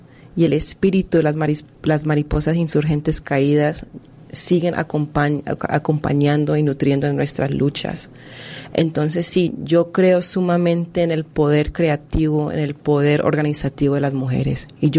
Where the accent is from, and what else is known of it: Colombia; now in El Salvador